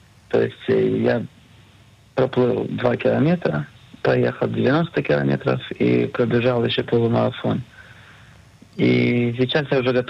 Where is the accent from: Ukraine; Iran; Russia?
Ukraine; Mariupol, Donetsk Oblast; also born or lived in Maalot, Israel; now in Israel; я репатриант, и она тоже репатриантка. Я из Мариуполя